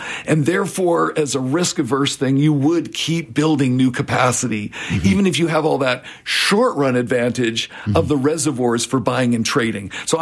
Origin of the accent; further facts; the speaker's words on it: Vancouver, British Columbia, Canada; also born or lived in France; I'm from Vancouver. I did my doctorate in France. I didn't know I'd come back, but I've been a professor here for a long career.